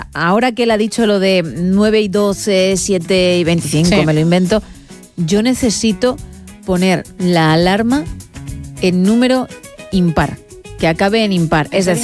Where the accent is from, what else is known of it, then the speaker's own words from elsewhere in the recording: Campania, Italy; Spanish is a second language; Bueno, io non sono di Roma, è da dire. Soy de cerca de Positano.